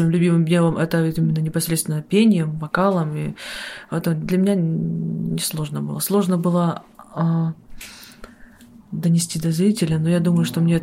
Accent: Kursk, Kursk Oblast, Russia; Я приехала из города Героя Курск.

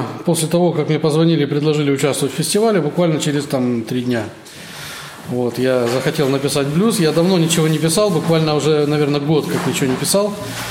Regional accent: Volgodonsk, Rostov Oblast, Russia; Я приехал с Ростовской области, с города Волгодонска. Ну, вообще, как мы всегда говорим, Ростов-на-Дону, чтобы не заморачиваться, мало ли, Волгодонск не все знают.

